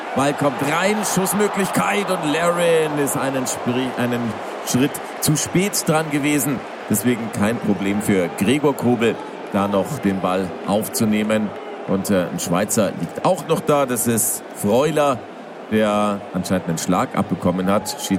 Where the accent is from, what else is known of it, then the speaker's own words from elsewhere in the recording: Germany; aber allein mein deutsches Naturell sagt mir, wir laufen als Deutsche gerne in unser Verderben